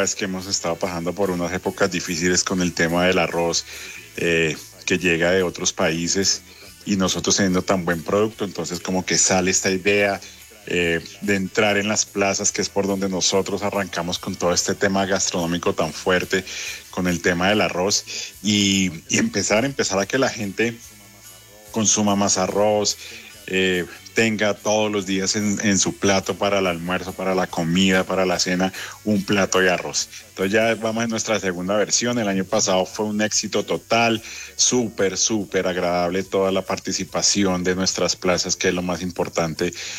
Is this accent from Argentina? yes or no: no; Colombia; es muy diferente lo que nosotros buscamos como país colombiano a los países orientales